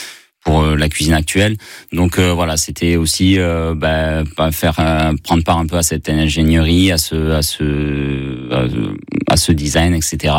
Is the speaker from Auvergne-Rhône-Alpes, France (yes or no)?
no; Toulouse, Occitanie, France; moved away as an adult; Je viens de Toulouse à la base et j'ai fait le lycée hôtelier à Toulouse.